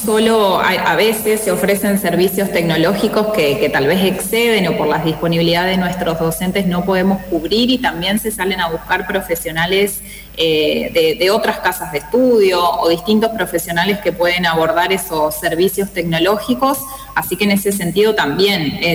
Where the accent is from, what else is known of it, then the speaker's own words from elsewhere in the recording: Rafaela, Santa Fe, Argentina; Sí, yo soy de Rafaela, estudié en Rafaela, ahora estoy haciendo un doctorado en la UNR, pero sí, con el corazón aquí en la ciudad.